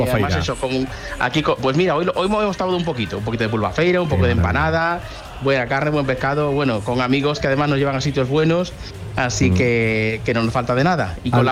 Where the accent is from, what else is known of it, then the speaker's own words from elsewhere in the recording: Galicia, Spain; born there; now in Córdoba, Spain; Yo soy gallego de nacimiento, cordobés de adopción, cordobés de familia, de mujer, de hijos.